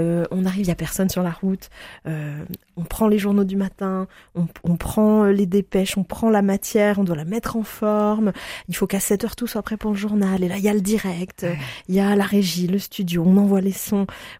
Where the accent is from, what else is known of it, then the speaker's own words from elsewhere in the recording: Nouvelle-Aquitaine, France; also born or lived in Charente-Maritime; moi, j'ai grandi dans la Vienne, non loin de Poitiers.